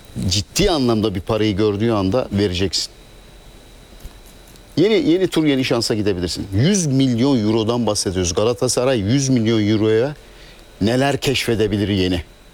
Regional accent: Alaşehir, Manisa, Turkey; Alaşehirli.

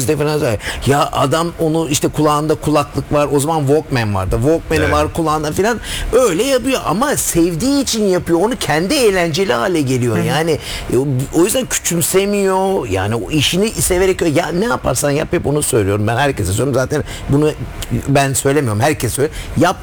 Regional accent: Germany; Ben Almanya'da doğup büyüdüm.

